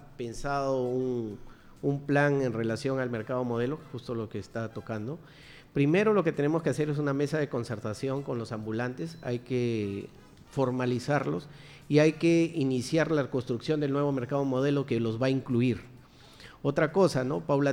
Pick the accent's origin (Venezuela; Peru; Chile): Peru; Chiclayo, Lambayeque; Regresé a Chiclayo, yo soy chiclayano, ¿no? Vivo en La Victoria, distrito donde siempre he vivido y sigo viviendo.